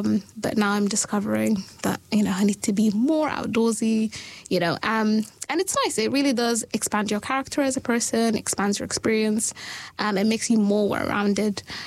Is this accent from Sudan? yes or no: yes; Sudan; also born or lived in United Kingdom; now in Dunedin, New Zealand; so I'm from Sudan, so obviously I'm a black Muslim and I wear the hijab. So I am black and I'm Muslim, you know, and I wear the hijab.